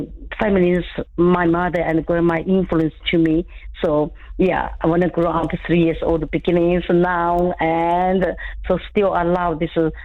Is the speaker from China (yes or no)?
yes; northern China, China; I'm from North China, grown up in a huge grassland, and grown up like a horseback.